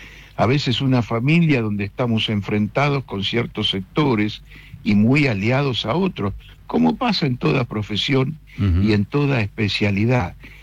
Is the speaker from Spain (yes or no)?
no; Mercedes, Argentina; Yo escuchaba en Mercedes, mi ciudad natal